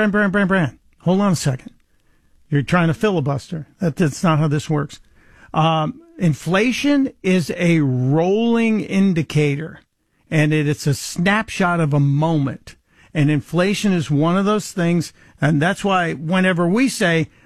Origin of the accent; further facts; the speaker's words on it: Chicago, Illinois, United States; As a kid growing up in Chicago